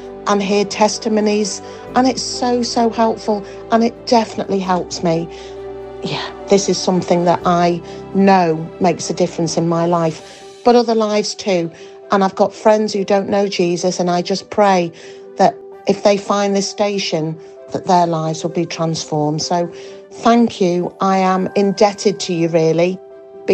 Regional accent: Leeds, Yorkshire and the Humber, United Kingdom; from Leeds.

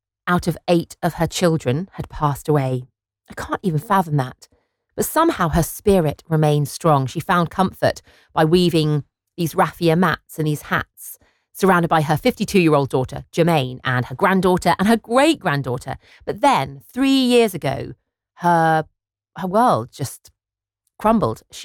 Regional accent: London, United Kingdom; I grew up in London as well, so I'm a born and bred Londoner.

